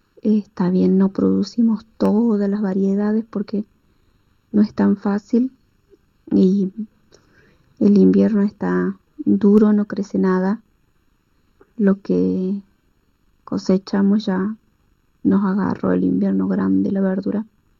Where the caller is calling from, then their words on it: Pilar, Córdoba, Argentina; Nosotros somos de Pilar, departamento Río Segundo.